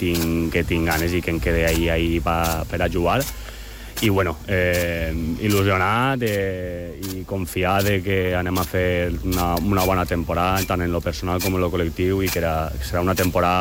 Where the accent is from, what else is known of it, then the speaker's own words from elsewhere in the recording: Alcoy, Valencian Community, Spain; jo al final sóc del Coll